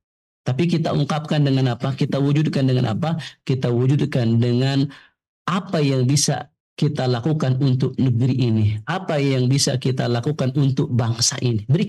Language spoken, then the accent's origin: Indonesian; Indonesia